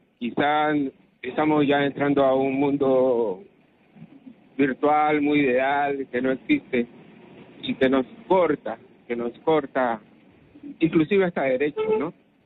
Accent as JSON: {"language": "Spanish", "town": "Chiclayo", "region": "Lambayeque", "country": "Peru", "said": "Retiro 25 de Chiclayo, y por ahí"}